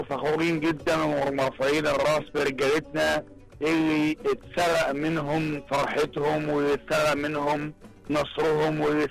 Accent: Egypt; ان احنا مصريين

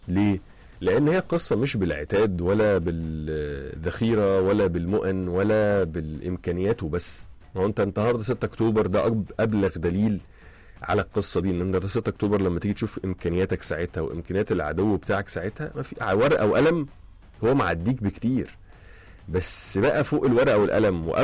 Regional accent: Egypt

